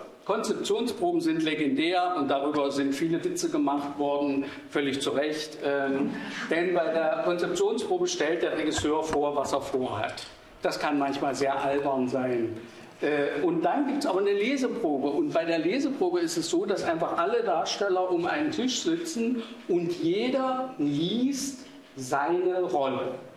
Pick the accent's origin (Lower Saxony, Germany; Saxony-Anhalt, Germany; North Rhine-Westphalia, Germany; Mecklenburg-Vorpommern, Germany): Saxony-Anhalt, Germany; Dessau; born or raised there; moved away